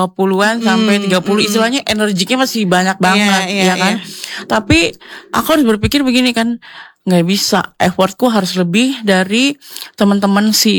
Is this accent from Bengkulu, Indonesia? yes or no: no; Papua, Indonesia; Dan waktu itu aku Papua, istilahnya Indonesia Timur